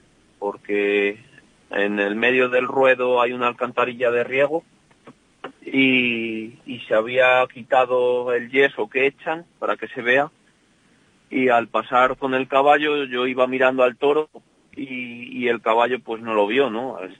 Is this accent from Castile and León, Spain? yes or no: yes; Peñaranda de Bracamonte, Castile and León, Spain; Peñaranda pues es mi tierra, ¿no? Es donde yo vivo todos los días, donde convivo con la gente, donde todo, como dices tú, mi cuartel general, ¿no?